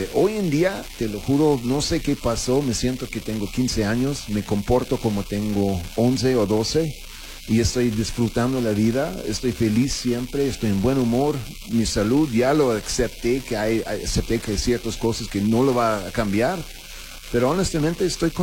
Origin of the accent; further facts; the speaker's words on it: Mexico City, Mexico; Soy chilango con acento.